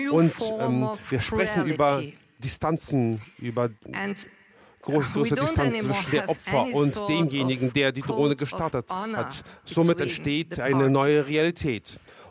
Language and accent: German; Lebanon; moved away as an adult; now in Russia; ich bin aus vom Süden gekommen. Vor zweieinhalb Jahren bin ich aus Libanon gekommen und ich freue mich sehr, dass ich jetzt in Russland leben und arbeiten kann.